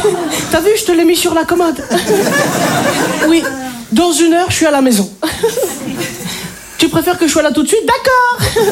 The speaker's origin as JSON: {"language": "French", "country": "Algeria", "said": "mais quelque part je suis algérien."}